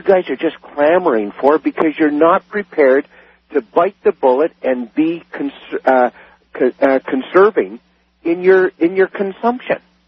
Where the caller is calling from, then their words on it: Toronto, Ontario, Canada; I'm calling from Toronto.